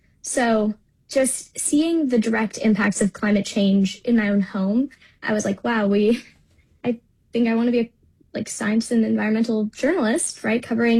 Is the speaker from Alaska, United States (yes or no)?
yes; Nome, Alaska, United States; Yeah, I think growing up in Nome, I was just surrounded by various outdoor activities, right?